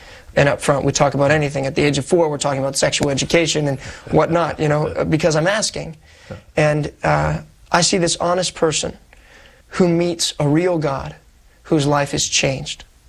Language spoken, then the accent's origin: English; Columbus, Ohio, United States; Born and raised in Columbus, Ohio.